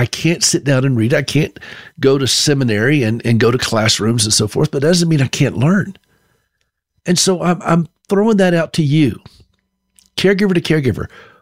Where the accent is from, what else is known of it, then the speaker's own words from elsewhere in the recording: North Carolina, United States; But I remember I grew up skiing in North Carolina. When I first learned how to ski, we would go up to the mountains of North Carolina